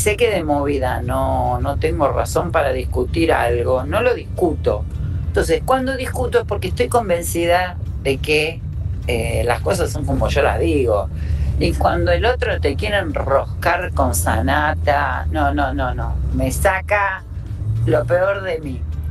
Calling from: Castelar, Buenos Aires Province, Argentina; de Castelar.

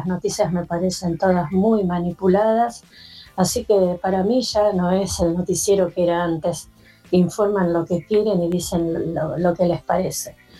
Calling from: González Catán, Buenos Aires Province, Argentina; de González Catán.

